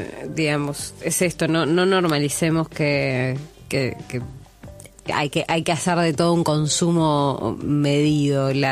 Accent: Argentina

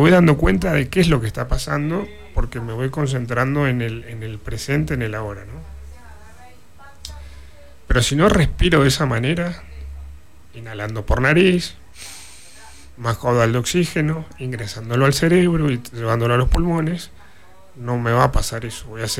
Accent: Argentina; porque somos argentinos descendientes en gran parte o mayoría de europeos, españoles y italianos.

